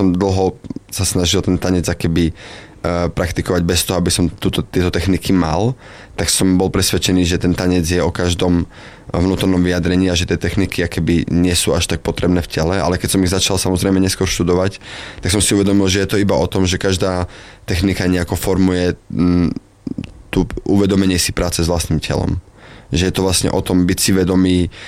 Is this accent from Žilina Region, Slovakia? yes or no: yes; Námestovo, Žilina Region, Slovakia; Keď som vyrastal na Námestove